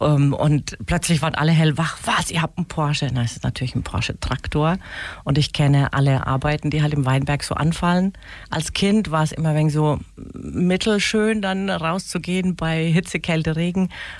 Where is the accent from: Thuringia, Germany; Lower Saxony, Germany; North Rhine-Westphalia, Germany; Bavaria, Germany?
Bavaria, Germany; Wiesenbronn; ich bin auf dem Weindorf aufgewachsen